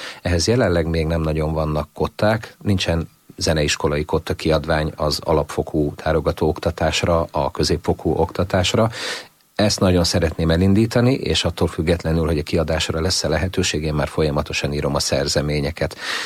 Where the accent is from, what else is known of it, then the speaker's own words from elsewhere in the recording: Hungary; Szerintem jó az, hogyha tudjuk, hogy magyarok vagyunk, és hogy micsoda értékeink vannak